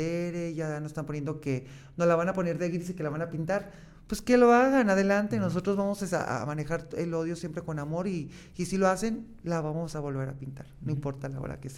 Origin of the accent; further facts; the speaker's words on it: Guadalajara, Jalisco, Mexico; Porque soy de Guadalajara, de los 14 años yo salí del closet, mi familia me apoyó